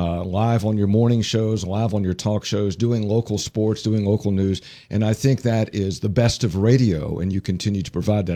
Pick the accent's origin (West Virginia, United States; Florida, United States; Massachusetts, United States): West Virginia, United States; Jefferson County; I grew up in Jefferson County. I'm a native of Jefferson County.